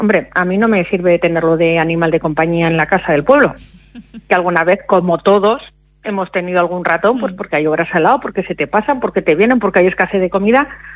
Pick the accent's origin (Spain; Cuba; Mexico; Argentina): Spain; Somos españoles